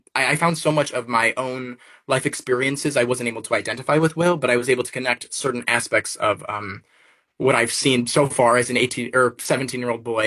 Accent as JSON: {"language": "English", "region": "Illinois", "country": "United States", "tie": "born or raised there", "said": "Yeah, growing up in the South Suburbs of Chicago, I think it's the perfect place to live, in my opinion."}